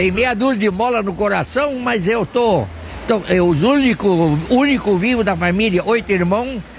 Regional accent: Rio Grande do Sul, Brazil; first language German; Portuguese is a second language; now in Novo Hamburgo, Brazil; sou natural de Travessão dos Irmãos, moro agora em Novo Hamburgo

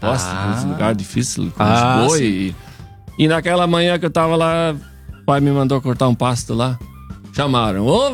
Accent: Brazil; born there; Eu nasci na Linha Olinda Fundas, em casa.

